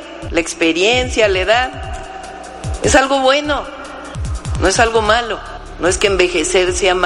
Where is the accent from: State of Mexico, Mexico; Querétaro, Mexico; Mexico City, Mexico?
Mexico City, Mexico; born there; Yo nací en la Ciudad de México, tengo 63 años, voy a cumplir 64 ya en este mes.